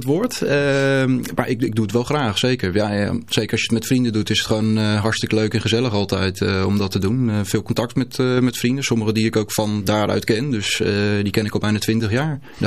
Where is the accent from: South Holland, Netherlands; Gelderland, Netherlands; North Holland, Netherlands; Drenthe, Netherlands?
South Holland, Netherlands; Nieuwerkerk aan den IJssel; also born or lived in Gouda; Ik ben geboren in Gouda, maar mijn ouders zijn verhuisd na 1 jaar naar Nieuwekerk.